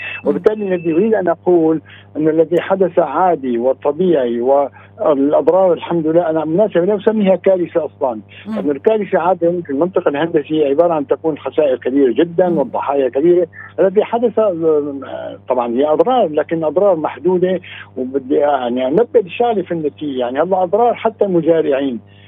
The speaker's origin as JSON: {"language": "Arabic", "town": "Aleppo", "region": "Aleppo Governorate", "country": "Syria", "said": "نحن عندنا في حلب"}